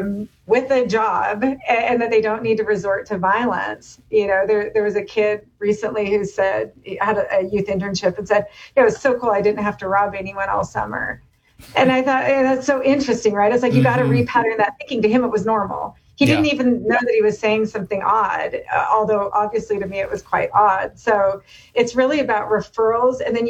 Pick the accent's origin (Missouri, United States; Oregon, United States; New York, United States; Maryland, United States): Oregon, United States; Portland; now in Seattle, United States; I'm from Portland